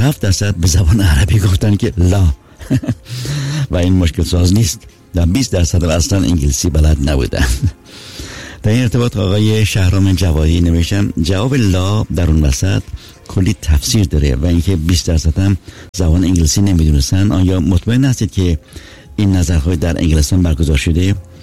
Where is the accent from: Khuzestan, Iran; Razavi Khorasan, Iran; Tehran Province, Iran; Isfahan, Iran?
Khuzestan, Iran; Masjed Soleyman; یار دبستانی من بودن در مسجد سلیمان. نوشتن مرحوم جناب جاوید، عرض شود که رئیس ناحیه شهر زادگاه من در مسجد سلیمان بود